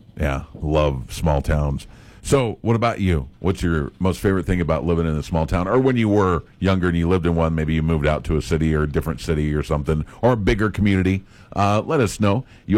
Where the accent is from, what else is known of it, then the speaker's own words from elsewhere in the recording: Grand Island, United States; I grew up in Grand Island.